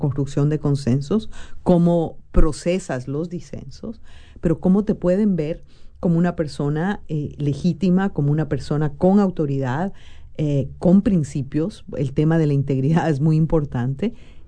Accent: Ecuador; soy una mujer latinoamericana, ecuatoriana, con mucho orgullo

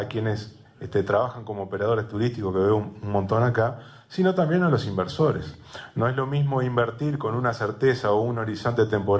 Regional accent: Uruguay

